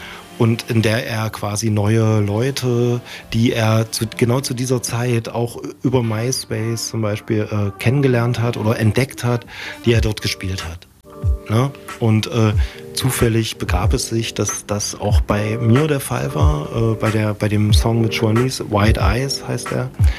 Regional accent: Dessau, Saxony-Anhalt, Germany; now in Leipzig, Germany; Ich war ja vorher in Dessau ansässig, oder das ist halt meine Heimatstadt

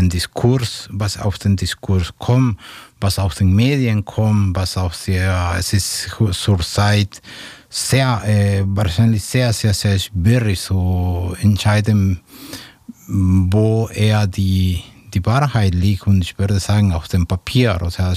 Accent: Mexico; German is a second language; moved away as an adult; now in Leipzig, Germany; ich komme aus Mexiko. Ich wohne in Leipzig seit ein paar Jahren

